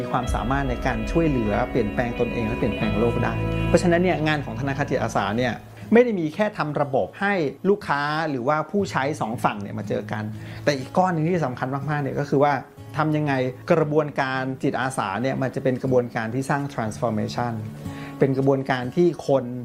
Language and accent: Thai; Bangkok, Thailand; born or raised there